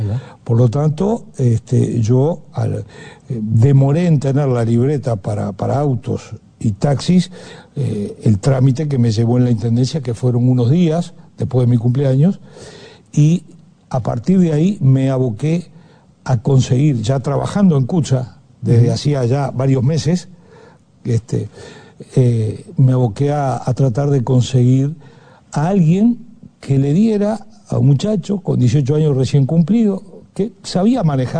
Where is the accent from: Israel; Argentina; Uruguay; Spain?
Uruguay; Montevideo; Yo vivía donde nací, en el hipódromo, en Guarapirú, y a un par de cuadras de General Flores, era cerca, por Aparicio Saravia se llegaba en 5 minutos a mi casa desde el Cementerio del Norte.